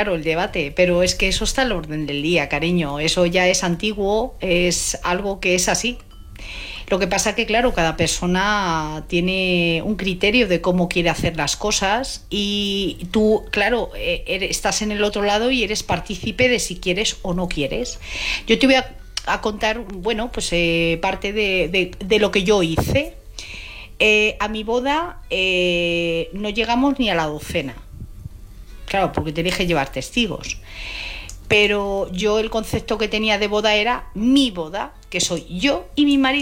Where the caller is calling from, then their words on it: Madrid, Community of Madrid, Spain; de Madrid.